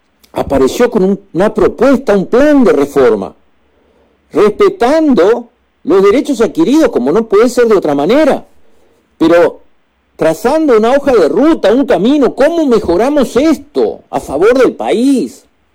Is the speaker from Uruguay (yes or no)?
yes; Uruguay